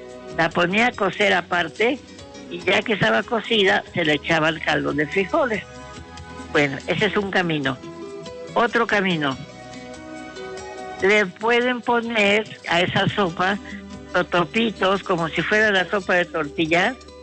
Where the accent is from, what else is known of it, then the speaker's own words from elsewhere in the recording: Puebla, Mexico; Somos orgullosamente mexicanos y es más, somos orgullosamente poblanos.